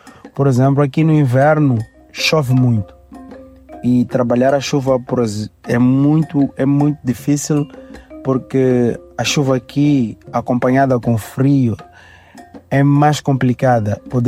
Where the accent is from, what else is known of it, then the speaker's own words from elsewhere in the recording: Mozambique; now in Portugal; nós também como moçambicanos